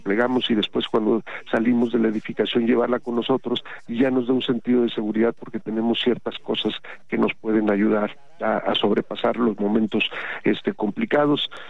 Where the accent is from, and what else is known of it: Mexico